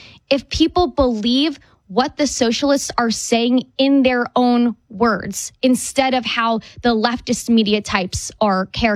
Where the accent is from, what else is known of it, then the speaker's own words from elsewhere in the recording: New Jersey, United States; And I'm saying this as a fellow coastal elitist. I'm from New Jersey.